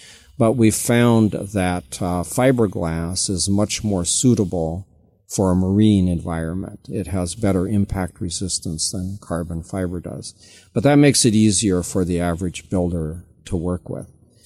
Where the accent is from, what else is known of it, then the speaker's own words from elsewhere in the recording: Billings, Montana, United States; We're working with Aerotronics on the avionics in Billings, Montana, and I'm from Billings, Montana, so they're almost part of the family as far as I'm concerned.